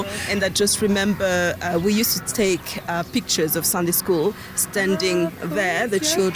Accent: Rwanda; I am from Rwanda, and I lived through the genocide, Hutu, in 1994.

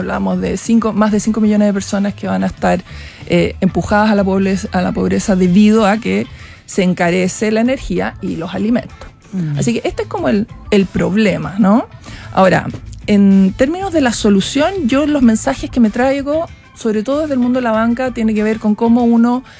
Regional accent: Chile; yo llegué como buena chilena

